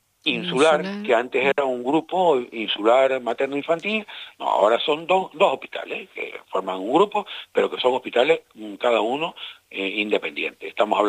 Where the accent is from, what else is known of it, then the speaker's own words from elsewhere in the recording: Canary Islands, Spain; somos las Islas Canarias.